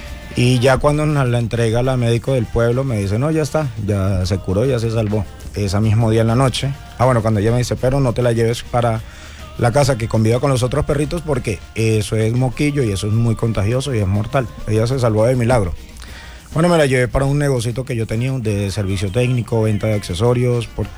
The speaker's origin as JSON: {"language": "Spanish", "country": "Venezuela", "tie": "born or raised there", "also_born_or_lived": "El Playón, Santander, Colombia", "moved": "as an adult", "lives_now": "Colombia", "said": "yo originalmente soy nacido en el municipio del Playón, pero por cuestiones de la vida me crié en Venezuela. Regresé hace me sacaron de acá, de Colombia, aproximadamente a los 4 años. Regresé hace 8 años ya, 8 años y medio."}